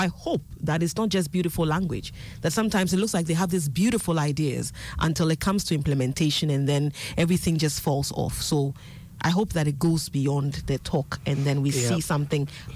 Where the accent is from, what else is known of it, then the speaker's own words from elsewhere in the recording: Accra, Greater Accra, Ghana; Growing up in Dansoman, Stanley Owusu was the one collecting our waste.